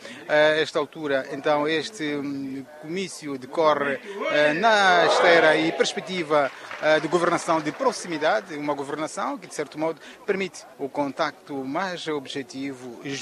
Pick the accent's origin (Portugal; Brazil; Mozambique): Mozambique; o espírito de pertença e o espírito patriótico devem clarificar cada um de nós como moçambicanos.